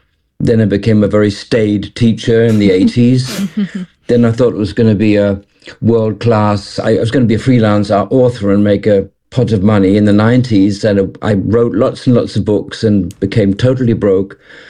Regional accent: Malaysia; also born or lived in London, United Kingdom; now in Germany; I was born in London and grew up in what was then the Federation of Malaya, became Malaysia later. Still, sort of both of them second homes.

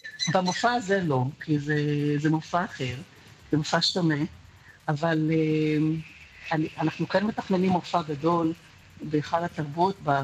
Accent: Haifa, Haifa District, Israel; הייתי כולה ילדה מחיפה בת 17 וחצי

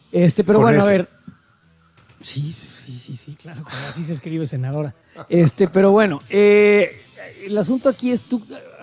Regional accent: Mexico; 57 años en este planeta siendo mexicano, ¿eh? Vaya que he visto pasar corrupción.

